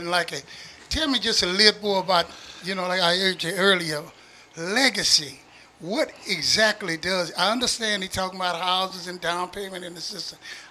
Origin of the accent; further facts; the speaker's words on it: Port Arthur, Texas, United States; I'm from Port Arthur.